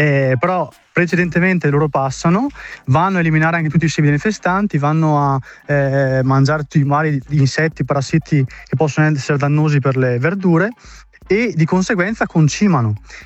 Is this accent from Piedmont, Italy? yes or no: no; Badia Calavena, Veneto, Italy; Io sono di Badia Calavena.